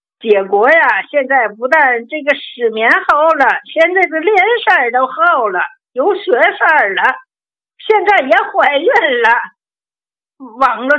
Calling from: Feicheng, Shandong, China; 俺是泰安肥城市的，我今年72嘞。

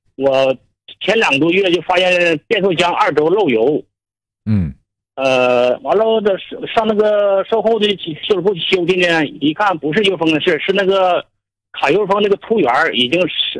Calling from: Dalian, Liaoning, China; 我是大连人

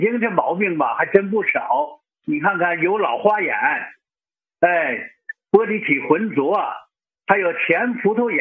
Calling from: Zhengzhou, Henan, China; 郑州的。

